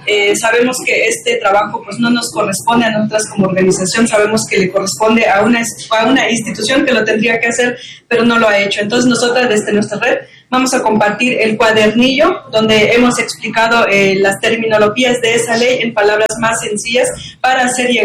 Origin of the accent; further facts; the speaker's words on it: Benemérito de las Américas, Chiapas, Mexico; Soy del municipio de Benemérito de las Américas, Chiapas